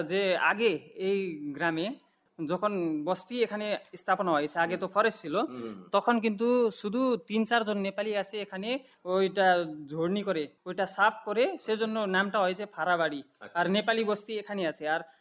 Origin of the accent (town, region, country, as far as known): Fulbari, West Bengal, India; born or raised there